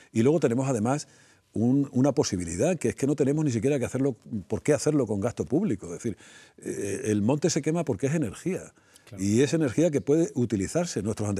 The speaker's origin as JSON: {"language": "Spanish", "region": "Extremadura", "country": "Spain", "tie": "born or raised there", "said": "la edad de los montes que tienen en mi tierra, por ejemplo, en las Urdes, en Sierra de Gata"}